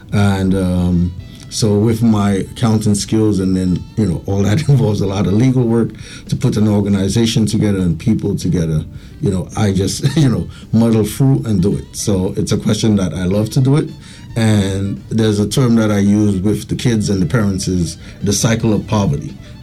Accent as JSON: {"language": "English", "region": "Dennery", "country": "St. Lucia", "tie": "born or raised there", "moved": "as an adult", "lives_now": "New York, United States", "said": "I was born in St. Lucia. Yeah. From Denry, I went to RC Boys, and I also went to St. Mary's College."}